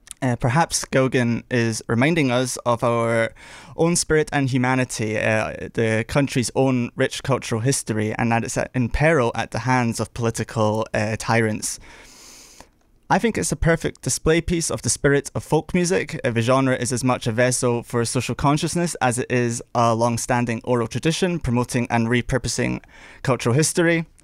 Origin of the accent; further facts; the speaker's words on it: Scotland, United Kingdom; A little about me, I'm from Scotland, with a passion for the folk and traditional song.